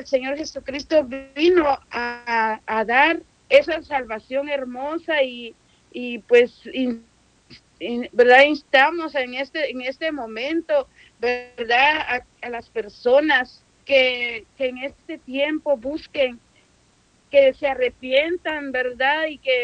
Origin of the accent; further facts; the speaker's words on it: Guatemala; now in Tijuana, Mexico; yo soy de Guatemala, amén. Pero vivo aquí en Tijuana, Baja California